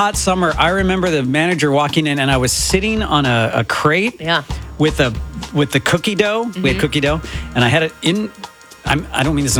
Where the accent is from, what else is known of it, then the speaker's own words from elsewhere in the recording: Spokane, Washington, United States; my hometown of Spokaloo, Washington